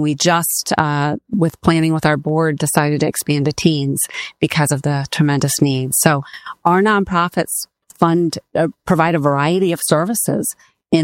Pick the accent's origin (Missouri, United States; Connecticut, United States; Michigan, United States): Michigan, United States; moved away as an adult; now in Tampa, United States; I actually grew up in Michigan.